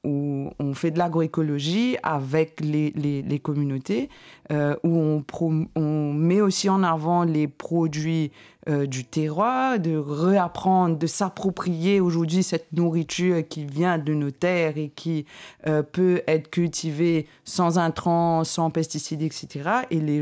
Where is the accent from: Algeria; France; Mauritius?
Mauritius; en tant que Mauricien